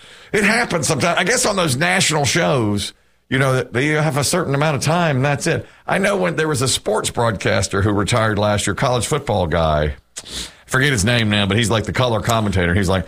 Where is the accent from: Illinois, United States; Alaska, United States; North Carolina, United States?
North Carolina, United States; Asheboro; moved away; I'm from Ashburn, North Carolina.